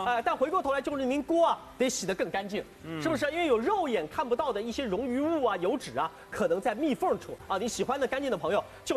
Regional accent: Shanghai, China; 完第二个呢，就是咱们上海人特别喜欢用的这个，就是我们的汤锅。

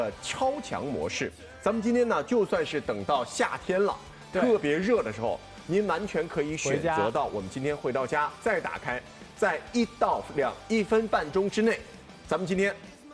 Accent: Shanghai, China

